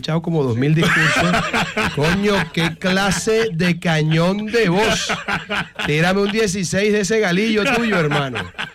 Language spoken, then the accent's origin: Spanish; Caribbean coast, Colombia; que lo haga esta vez un costeño.